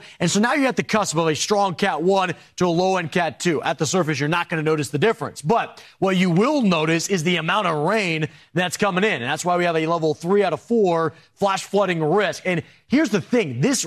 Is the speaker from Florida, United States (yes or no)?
yes; Florida, United States; I grew up in Florida.